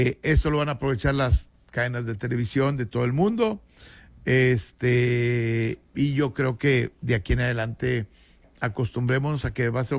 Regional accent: Mexico; creo que eso todavía nos va a arder más como mexicanos.

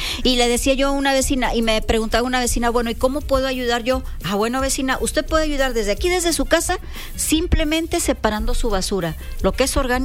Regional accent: Monterrey, Nuevo León, Mexico; a los que somos de Monterrey

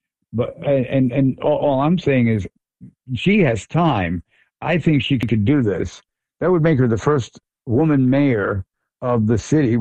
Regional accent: New York, United States; We're both from Long Island, and we worked on a project that didn't come to fruition a few years ago

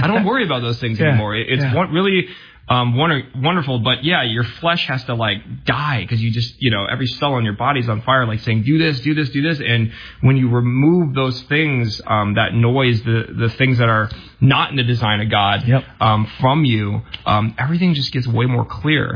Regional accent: South Korea; now in United States; I'm adopted from Korea, and I didn't tell a lot of people about it, but I, dating Jesse early on, I was like, babe, I gotta tell you something. I know … which is Japanese, but I'm Korean. I'm not Japanese.

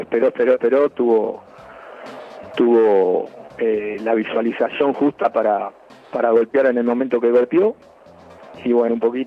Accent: Argentina; Y bueno, bienvenido, que nosotros somos argentinos y vivimos acá

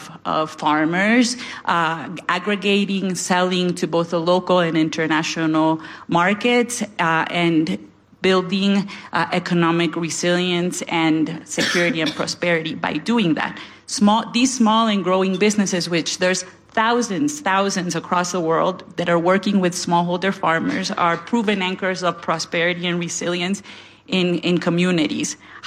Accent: Honduras; my home country of Honduras

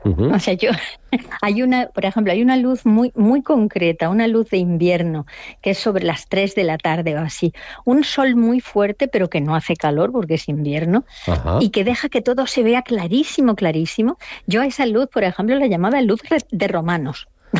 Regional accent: Elda, Valencian Community, Spain; Sí, voy a hablar de mi tierra, pero no solamente de Elda, que es mi pueblo, sí, sino de toda nuestra zona, toda nuestra comarca.

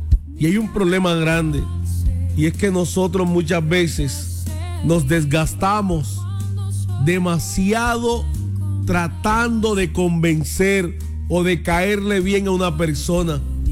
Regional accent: Arjona, Bolívar, Colombia; moved away; allá donde yo crecí en Arjona

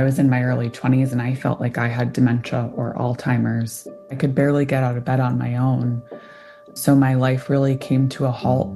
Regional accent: Illinois, United States; Growing up in Illinois, Lyme disease and ticks, I would say, at least in my area, was not talked about.

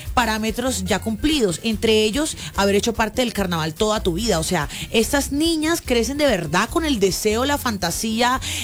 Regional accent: Barranquilla, Atlántico, Colombia; Soy barranquillera y que sale ahí, pero bueno, muy bacano, muy bacano.

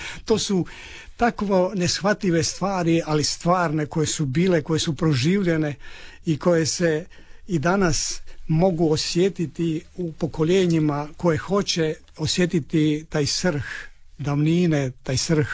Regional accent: Rapavel, Istria County, Croatia; born there; now in Poreč, Croatia; Ja rođen sam u Rapavelu i uvijek se vraćam u Rapavelu, ali sa obitelji živim u Poreču već 38 godina, će biti 37 godina, ali uvijek se vraćam u uži zavičaj

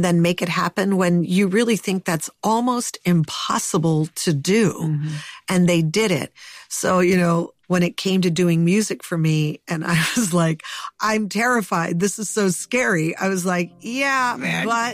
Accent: Hollywood Hills, California, United States; I grew up in the Hollywood Hills. I thought it was like, I climbed the hills all the right. time.

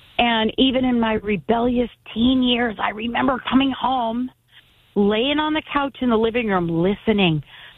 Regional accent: Connecticut, United States; now in Paris, Florida, United States; So, I lived in New England. I grew up in Connecticut.

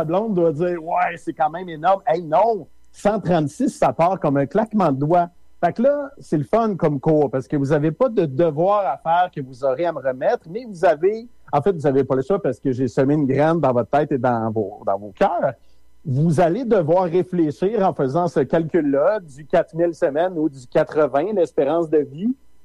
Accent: Quebec, Canada; now in South Shore of Montreal, Canada; C'est ma région natale, là.

